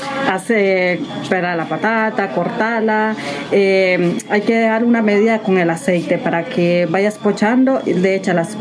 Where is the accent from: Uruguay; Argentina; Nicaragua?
Nicaragua; now in San Sebastián, Spain